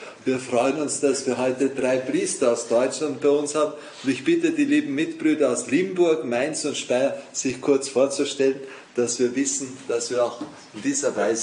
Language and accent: German; Eastern Austria, Austria; now in Vienna, Austria; Für mich aus ostösterreichischer Perspektive beginnt ja hinter Passau, dann schon der Nordpol.